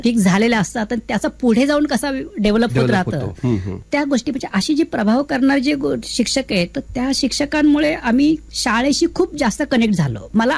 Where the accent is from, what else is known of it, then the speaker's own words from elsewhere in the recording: Rajewadi, Maharashtra, India; born there; माझा जन्म हा भीमाशंकर जे एक तीर्थक्षेत्र आहे 12 ज्योतिर्लिंगापैकी एक असलेलं हिमालयाच्या सह्याद्रीच्या रांगेमध्ये असलेलं भीमाशंकर, ते भीमाशंकर पासून 20 किलोमीटर अलीकडे असणार एक राजेवाडी असं छोटस गाव आहे